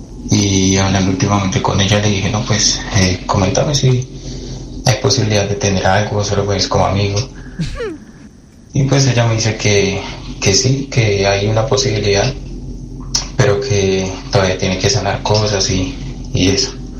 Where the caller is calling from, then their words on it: Poland; Los escucho desde Polonia.